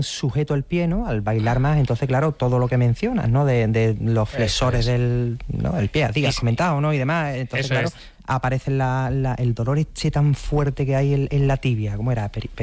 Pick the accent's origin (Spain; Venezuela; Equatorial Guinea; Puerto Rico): Spain; yo creo que es que somos españoles y como españoles que somos decimos, venga, vamos